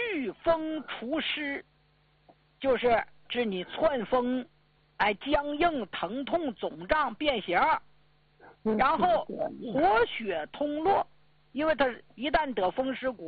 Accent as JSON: {"language": "Chinese", "region": "Northeast China", "country": "China", "tie": "born or raised there", "accent": "Northeastern dialect", "said": "我净用咱们东北老家话跟你们唠嗑。"}